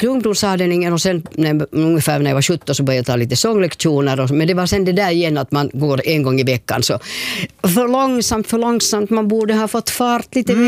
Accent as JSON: {"language": "Swedish", "town": "Helsinki", "region": "Uusimaa", "country": "Finland", "tie": "born there", "said": "och så sprang jag hem till Kronohagen, till Manishgatan"}